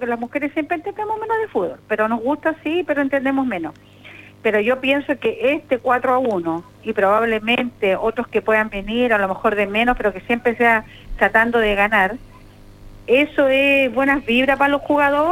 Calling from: Iquique, Tarapacá, Chile; también soy iquiqueña.

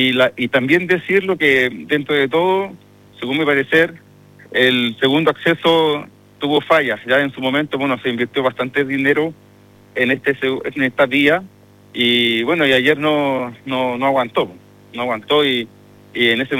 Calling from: Alto Hospicio, Tarapacá, Chile; acá en Alto Hospicio

